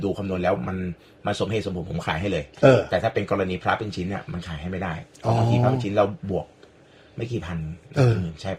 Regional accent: Sattahip, Chonburi, Thailand; also born or lived in Phatthalung; ผมเกิดที่พัทลุงครับแต่ว่าพ่อผมคนสัตหีบผมก็มาอยู่สัตหีบตั้งแต่ประมาณสักป.4

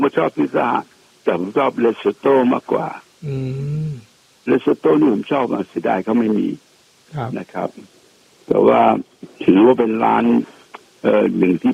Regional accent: Chiang Rai, Thailand; ที่ผมตกใจบ้านผมอยู่เชียงรายนะครับแต่มะเขือเทศทำให้เชียงรายมันหวาน

